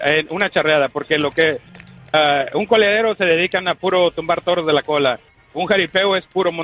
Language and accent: Spanish; Matamoros, Tamaulipas, Mexico; yo soy nacido y criado en Matamoros.